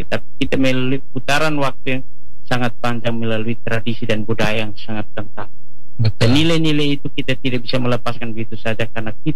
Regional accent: East Nusa Tenggara, Indonesia; ritualnya dalam kalangan kami orang Atoni itu adalah Nakete.

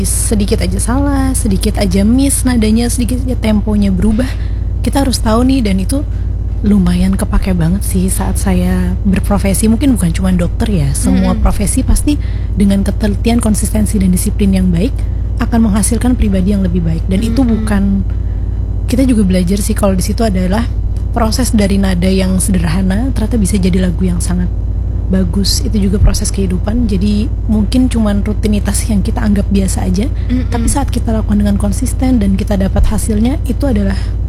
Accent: Banjarbaru, South Kalimantan, Indonesia; also born or lived in Jakarta; Awalnya saya lahir emang di Jakarta. Soalnya bapak ibu saya dari Jakarta, terus karena penempatan tugas jadi dokter tadi di Martapura dan Banjarbaru, jadi dari kecil saya di Banjarbaru sampai sekarang.

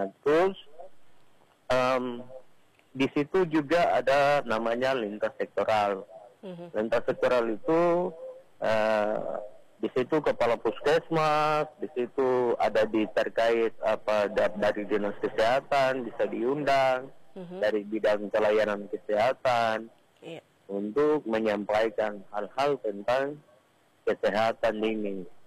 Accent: Serui, Papua, Indonesia; saya dari Serui, dari Wondama, dari semua ada di kita di Nabire

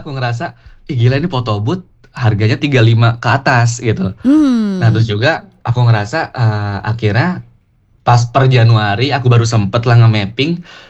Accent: Jakarta, Indonesia; born there; now in Bandung, Indonesia; aku begitu pindah ke Bandung, ya biasalah kan aku kan orang Jakarta ya, aku lahir di Jakarta juga.

